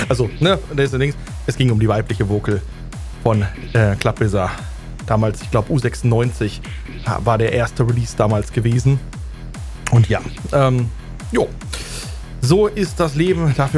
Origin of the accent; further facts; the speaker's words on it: Castrop-Rauxel, North Rhine-Westphalia, Germany; Ja, schöne Grüße an den Jens in meine alte Heimat, Kastrop.